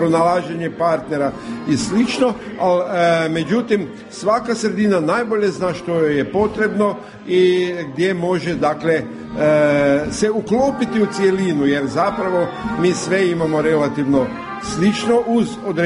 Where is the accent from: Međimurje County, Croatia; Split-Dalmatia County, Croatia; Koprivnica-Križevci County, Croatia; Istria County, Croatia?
Međimurje County, Croatia; ajde, Međimurja, ja sam iz Međimurja